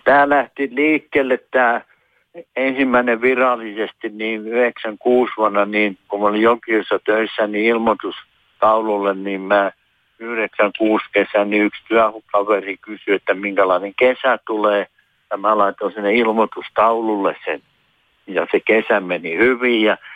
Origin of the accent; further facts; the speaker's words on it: Pirkanmaa, Finland; mä oon maatalosta kotoisin, eli Kallenautiossa olen syntynyt. Meillä on maatalo siellä 15 hehtaari pelto